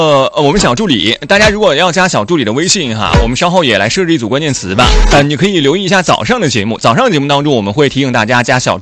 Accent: Zigong, Sichuan, China; moved away; 国庆放假是回自贡老家吗？是的没错。

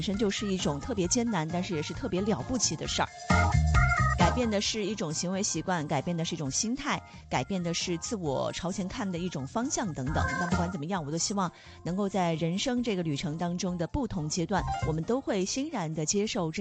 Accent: Guizhou, China; born or raised there

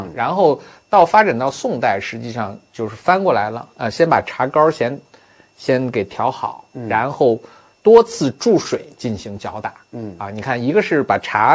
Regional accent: China; 我们中国人

